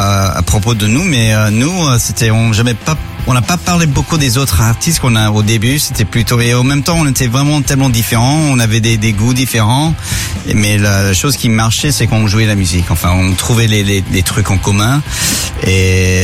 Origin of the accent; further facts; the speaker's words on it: United Kingdom; first language English; French is a second language; Évidemment, anglais c'était ma première langue, mais quand je suis parti, je pouvais pas parler anglais.